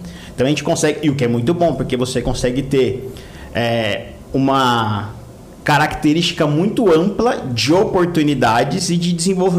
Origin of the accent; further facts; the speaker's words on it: São Paulo, Brazil; moved away as an adult; now in Morungaba, Brazil; Então, nasci e cresci na Penha.